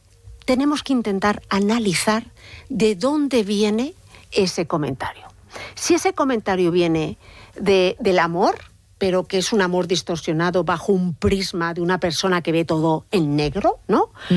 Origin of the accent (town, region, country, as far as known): Madrid, Community of Madrid, Spain